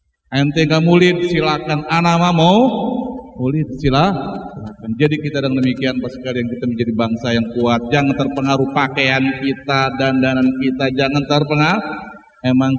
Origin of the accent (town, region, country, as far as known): Indonesia; also born or lived in Syria